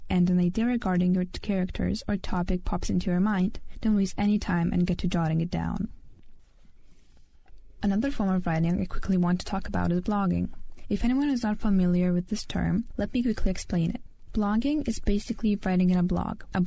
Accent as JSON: {"language": "English", "country": "Lithuania", "second_language": "English"}